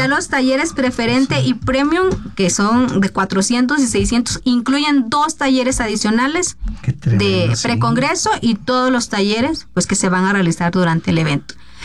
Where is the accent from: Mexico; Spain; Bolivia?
Mexico; Veracruz; porque soy de Veracruz